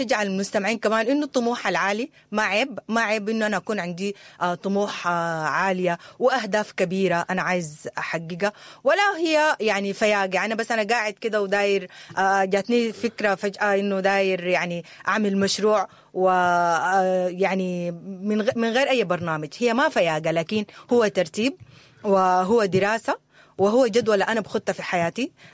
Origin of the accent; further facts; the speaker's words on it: Sudan; بلدنا السودان